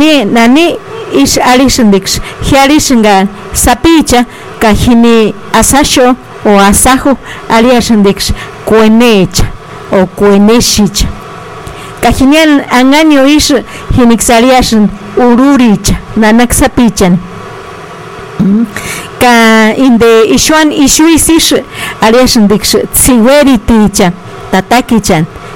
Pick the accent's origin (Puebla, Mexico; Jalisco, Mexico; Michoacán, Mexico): Michoacán, Mexico; first language Purépecha; es que vamos a traducir verdaderamente nuestra lengua purépecha, pues no, porque cada quien tenemos nuestra forma de hablar.